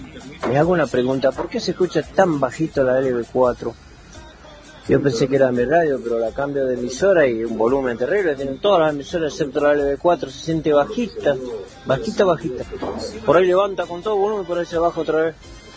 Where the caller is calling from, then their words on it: Cuadro Benegas, Mendoza, Argentina; de Cuadro Venega